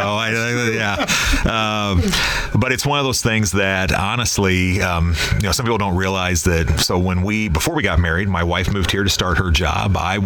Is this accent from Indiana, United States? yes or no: yes; Indiana, United States; moved away as an adult; now in Fort Wayne, United States; I grew up in West Central Indiana.